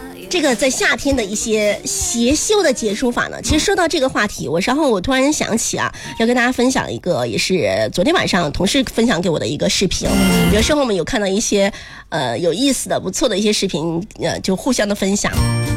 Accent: Sichuan, China; accent: Sichuanese; 就我们四川话叫老辈子

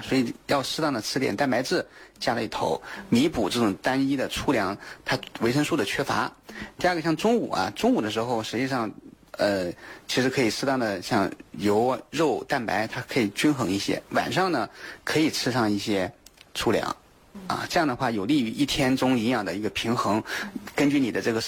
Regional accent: China; 我们中国人

